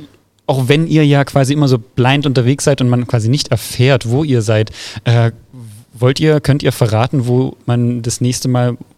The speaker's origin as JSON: {"language": "German", "town": "Dresden", "region": "Saxony", "country": "Germany", "said": "Ich komme aus Dresden."}